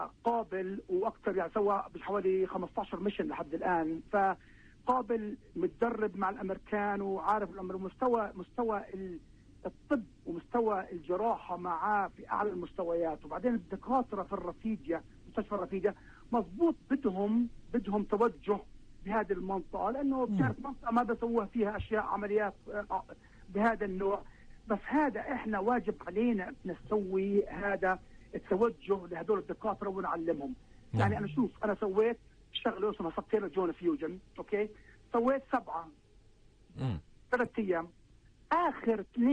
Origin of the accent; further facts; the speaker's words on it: Palestine; now in United States; أنا كإنسان كفلسطيني